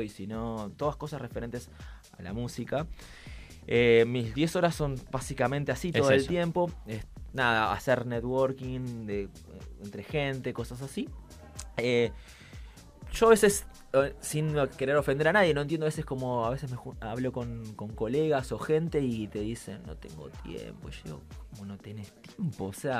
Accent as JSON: {"language": "Spanish", "region": "Buenos Aires", "country": "Argentina", "said": "Yo soy de Buenos Aires, capital"}